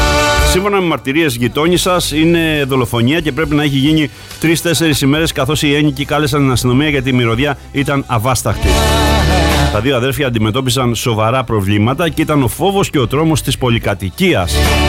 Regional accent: Western Greece, Greece; εδώ στην πατρίδα μου, την Ηλία

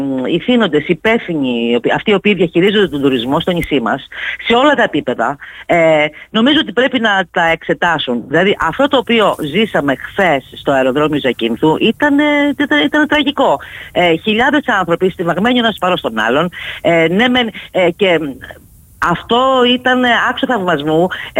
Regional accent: Greece; Πραγματικά νιώθω περήφανη πρώτα στην Ελληνίδα όταν η πατρίδα μου έχει αυτούς τους εκπαιδευμένους ανθρώπους για να μας προστατεύουν πάνω στον ουρανό.

